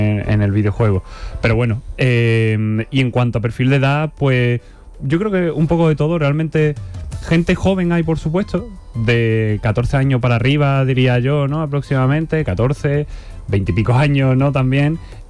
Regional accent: Jerez de la Frontera, Andalusia, Spain; los que somos aquí de Jerez

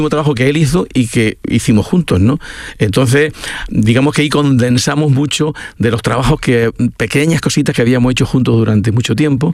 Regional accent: Jódar, Andalusia, Spain; la cita con la música folk, que es un festival que hacemos en Jódar, en mi pueblo, y que este año ha cumplido 54 ediciones

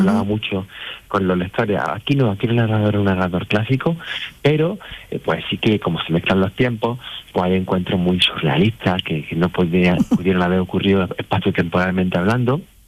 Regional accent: Úbeda, Andalusia, Spain; A Úbeda, mi tierra, mi preciosa ciudad, le pega un tajo

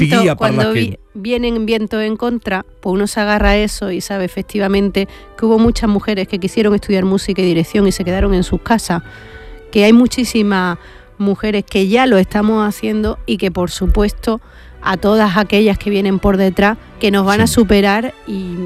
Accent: Andalusia, Spain; Aquí estoy feliz porque como andaluza se me reconoce como andaluza

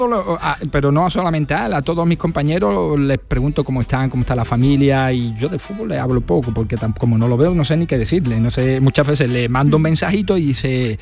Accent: Andalusia, Spain

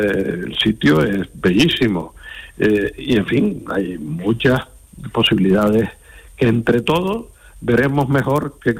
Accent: Canary Islands, Spain; now in Granada, Spain; como habrá notado por el acento, yo no soy originario de ahí, yo soy originario de Canarias, pero ya llevo unos años entre Granada y Jerez

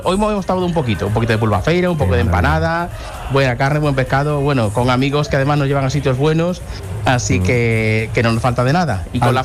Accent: Galicia, Spain; born there; now in Córdoba, Spain; es mi tierra. Yo soy gallego de nacimiento, cordobés de adopción, cordobés de familia, de mujer, de hijos...

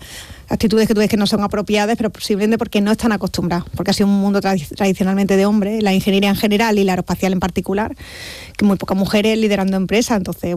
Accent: Andalusia, Spain; Nosotros somos andaluces.

